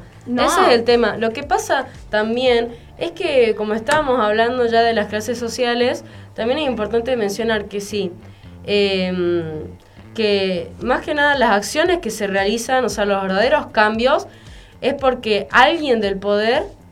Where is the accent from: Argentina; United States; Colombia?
Argentina; Nosotros tenemos que hablar como pueblo argentino que somos